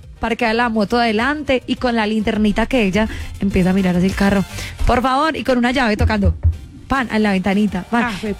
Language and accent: Spanish; Entre Ríos, Argentina; Yo también soy de pueblo, yo soy de Entre Ríos.